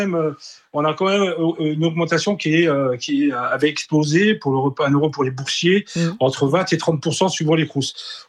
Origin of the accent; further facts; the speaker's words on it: Grand Est, France; parce que moi, je suis de la Lorraine, il n'y a pas beaucoup plus de fréquentation.